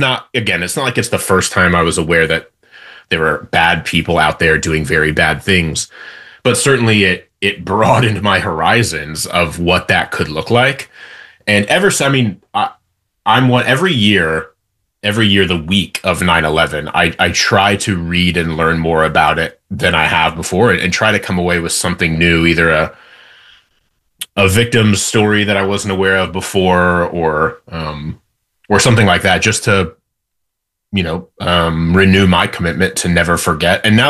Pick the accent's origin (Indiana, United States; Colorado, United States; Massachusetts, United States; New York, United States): Indiana, United States; I was living in Indiana. I grew up in Indiana.